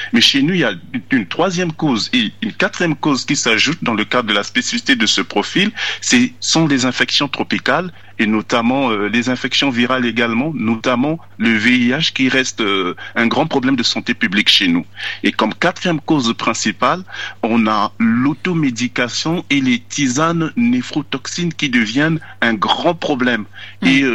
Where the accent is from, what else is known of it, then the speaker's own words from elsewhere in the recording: Republic of the Congo; chez nous au Congo